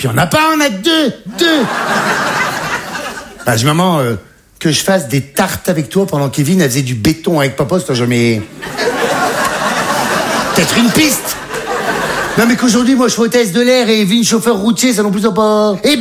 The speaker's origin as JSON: {"language": "French", "region": "Hauts-de-France", "country": "France", "said": "là d'où je viens, c'est bien. Parce que moi, j'ai un petit village du nord, là-haut, tu sais, à la frontière belge."}